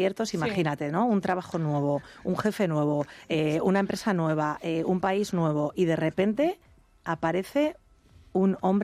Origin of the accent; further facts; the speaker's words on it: León, Castile and León, Spain; born there